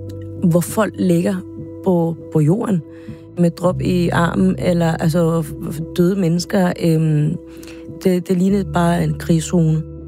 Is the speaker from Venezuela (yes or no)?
yes; Venezuela; now in Denmark; Den by, hvor jeg kommer fra, der har ikke været vand i 4 år.